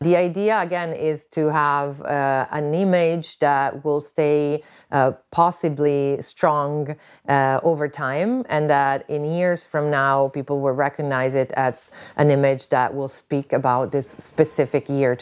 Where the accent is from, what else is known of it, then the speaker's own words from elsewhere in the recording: Milan, Lombardy, Italy; I am an artist from Milano, Italy.